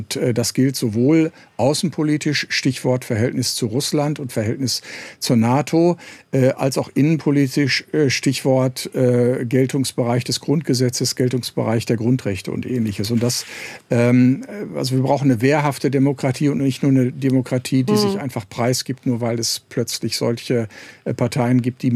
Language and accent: German; West Germany, Germany; Ich bin selber Westdeutscher.